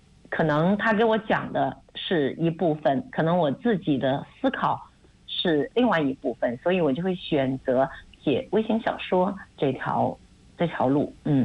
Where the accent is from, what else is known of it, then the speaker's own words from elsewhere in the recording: southern China, China; 虽然我是南方人